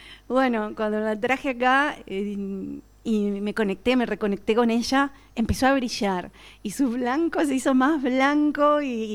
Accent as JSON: {"language": "Spanish", "country": "Argentina", "also_born_or_lived": "Australia", "moved": "as an adult", "lives_now": "Capilla del Monte, Argentina", "said": "volver a la Argentina"}